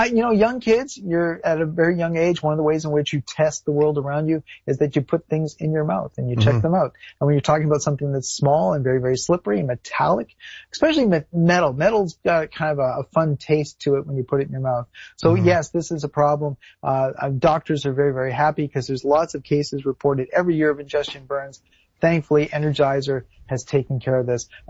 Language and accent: English; Canada; I'm a Canadian boy, so I bought it here in Canada